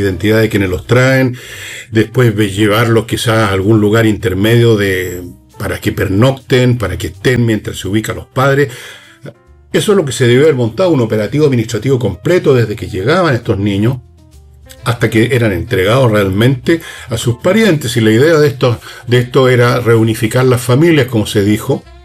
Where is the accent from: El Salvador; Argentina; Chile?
Chile